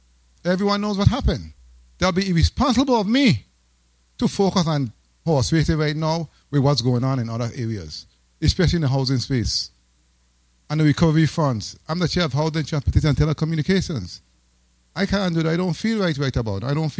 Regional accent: St. Croix, U.S. Virgin Islands; I grew up right next to the track. I grew up in Nada. I'm a Nada man.

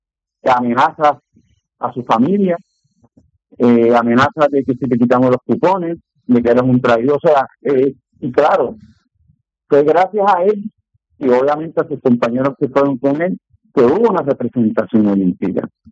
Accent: Puerto Rico; que no lo aceptamos, que somos puertorriqueños, una sola bandera

